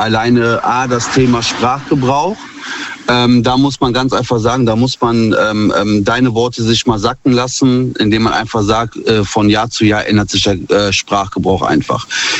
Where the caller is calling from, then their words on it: North Rhine-Westphalia, Germany; Ich bin aus der Nähe von Bonn.